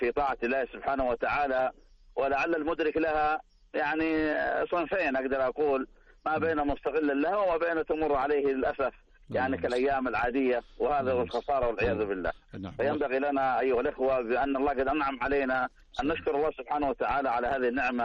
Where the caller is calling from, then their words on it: Abu Arish, Jazan Province, Saudi Arabia; أنا من جازان محافظة أبو عريش قرية الزبيدة